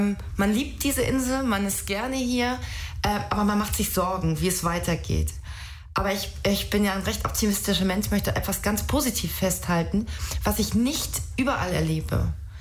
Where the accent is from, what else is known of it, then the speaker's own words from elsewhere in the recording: Schleswig-Holstein, Germany; Also ich bin Holsteiner Dirn, das müssen Sie mir nachsehen. Mit dem Friesisch bin ich nicht versiert.